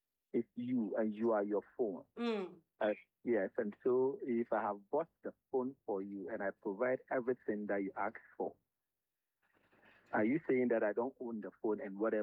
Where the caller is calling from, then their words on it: Accra, Greater Accra, Ghana; from Accra.